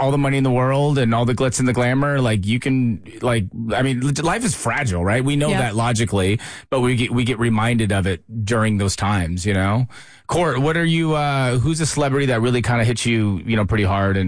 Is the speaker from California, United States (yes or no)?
yes; California, United States; I was in high school. I grew up in California.